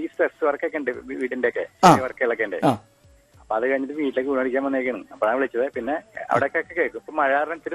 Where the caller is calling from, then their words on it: Neerkode, Kerala, India; വീട്ടിലേക്ക് വന്ന് നീർക്കോടേക്ക് വന്നു. വീട് നീർക്കോട്.